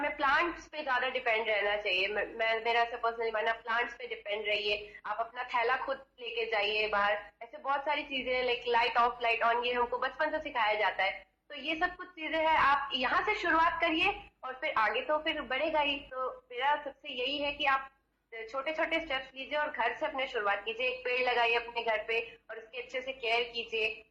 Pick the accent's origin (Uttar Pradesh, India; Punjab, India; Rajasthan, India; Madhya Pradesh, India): Uttar Pradesh, India; Kanpur; also born or lived in Bacheli; मैं बेसिकली तो मैं यूपी से बिलोंग करती हूँ, कानपुर से हूँ मैं, बट हम यहाँ शिफ्ट कर गए थे दंतेवाड़ा बचेली में